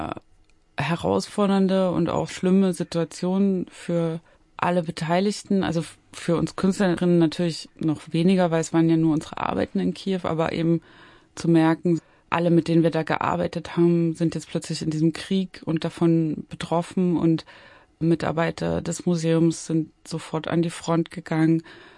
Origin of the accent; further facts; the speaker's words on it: East Germany, Germany; born there; Ich bin gerade noch so in der DDR geboren, 84. 89, als die Mauer gefallen ist, war ich 5 Jahre alt.